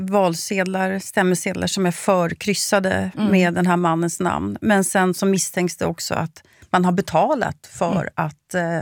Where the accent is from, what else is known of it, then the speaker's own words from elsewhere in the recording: Sweden; Som svensk så skäms jag ju särskilt för detta politiskt icke-korrekta.